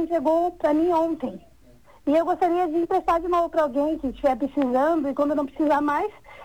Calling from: Santa Helena, Brazil; Eu sou de Santa Helena

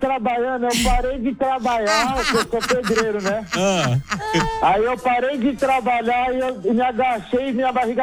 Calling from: Monte Alto, São Paulo, Brazil; Eu falo de Monte Alto.

